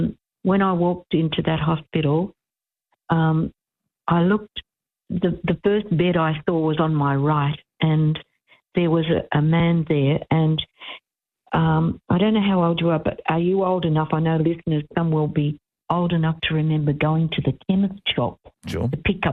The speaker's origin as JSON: {"language": "English", "country": "Australia", "said": "So, I'm glad I'm Australian"}